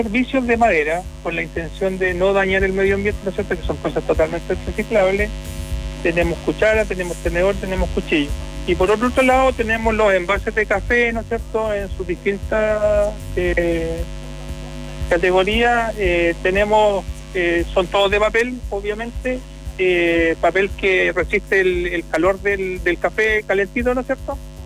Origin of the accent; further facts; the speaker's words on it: Curanilahue, Biobío, Chile; moved away; la verdad es que yo me fui de Curanilagüe hace 30 años con la expectativa de buscar intenciones en otros lugares y efectivamente me resultó. Y después de un tiempo he decidido volver a mi comuna, en la cual yo siempre me he sentido parte